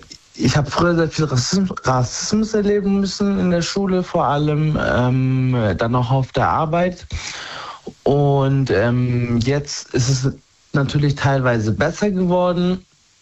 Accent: Germany; Da sehe ich mich schon als ein Türke. Aber ich bin zum Beispiel hier geboren, aufgewachsen, ich habe die Sprache gelernt, ich arbeite.

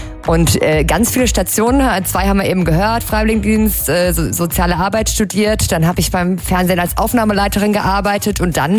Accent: Freiburg, Baden-Württemberg, Germany; Ja, also ich sag mal so, in Freiburg, wo ich aufgewachsen bin, da ist es nicht her.

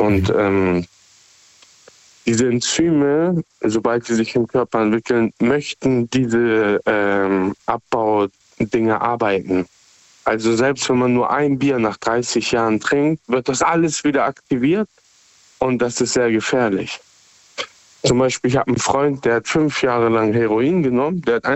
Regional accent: Hamburg, Germany; Ich komme aus Hamburg.

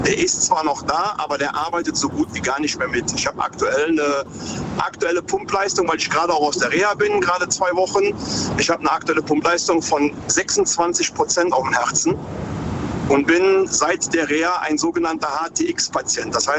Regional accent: Cologne, North Rhine-Westphalia, Germany; Ich bin Kölner und bin gerade auf der A61 unterwegs.

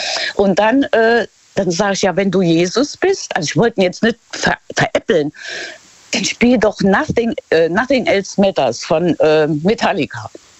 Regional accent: Luxembourg; dieses Gemäldekaffee heißt das bei uns in Luxemburg, das ist eigentlich ja, so eine altmodische Kneipe mit Kaffee

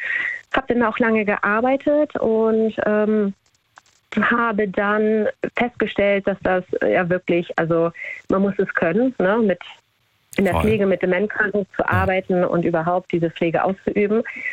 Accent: Hamburg, Germany; Ich komme aus Hamburg

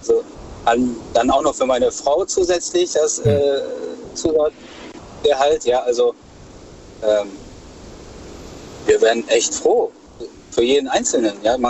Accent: Düsseldorf, North Rhine-Westphalia, Germany; Nee, ich komme aus Düsseldorf.

